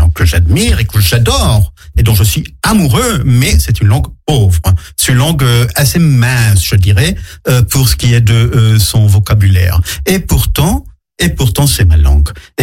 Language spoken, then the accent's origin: French; Israel; first language Hebrew; French is a second language; l'hébreu était quelque chose que je maniais, que je manie avec une certaine facilité. Enfin, c'est ma langue maternelle, c'est ma langue évidente.